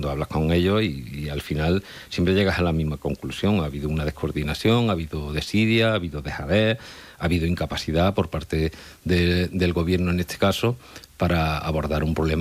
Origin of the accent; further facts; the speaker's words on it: Santaella, Córdoba, Andalusia, Spain; moved away; also born or lived in Ceuta; Yo siempre he presumido de ser santallano y cordobés, ¿no? Y ahora también puedo decir que soy caballa